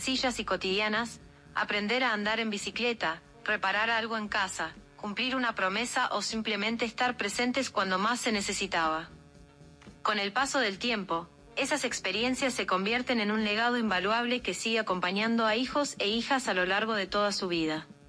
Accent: Argentina; la argentina más mexicana.

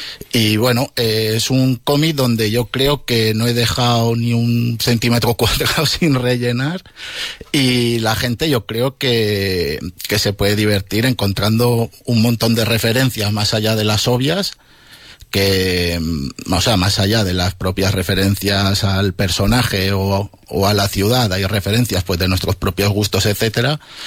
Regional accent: Miranda de Ebro, Castile and León, Spain; now in Logroño, Spain; yo soy de Miranda, ¿vale?

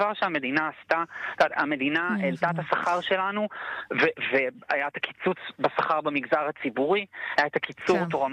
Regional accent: England, United Kingdom; now in Israel; תראה, אני גדלתי בחול, גדלתי באנגליה, למדתי בבית ספר לא בארץ, והחלטתי להיות כאן רופא.

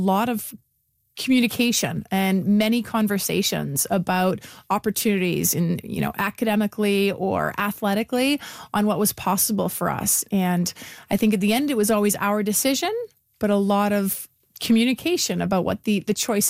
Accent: Winnipeg, Manitoba, Canada; moved away as an adult; also born or lived in Boston; now in Mississauga, Canada; so many amazing memories for me growing up in Wildwood Park. And I just think at every stage of my life, you know, Winnipeg and Manitoba has played a very important role in my path.

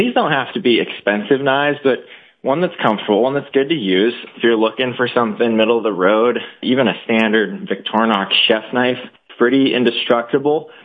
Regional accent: Spokane, Washington, United States; I grew up in Spokane, Washington. So just outside of Spokane, there's a lake called Sullivan Lake, maybe 2 hours north.

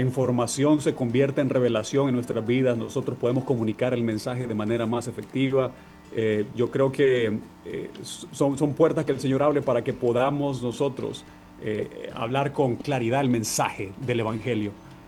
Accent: Honduras; Pero si algo he aprendido yo de los colombianos y nosotros como hondureños, es de que uno se las ingenia, uno sale adelante, uno lo logra.

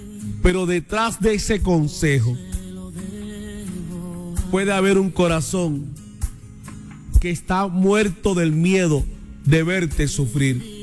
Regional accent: Arjona, Bolívar, Colombia; En el sector donde yo crecí, en Arjona, en la calle Lomba

